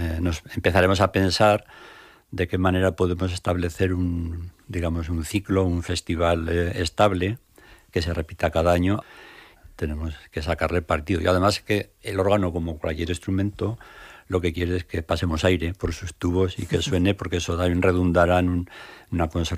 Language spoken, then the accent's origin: Spanish; Magallón, Aragon, Spain